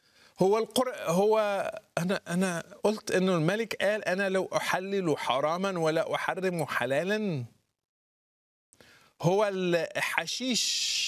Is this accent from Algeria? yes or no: no; Morocco; احنا عندنا في المغرب يحرم قانونيا، ممنوع تبيع الخمر لأي واحد مسلم